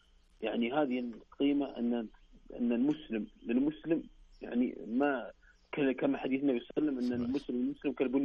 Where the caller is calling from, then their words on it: Abha, Asir, Saudi Arabia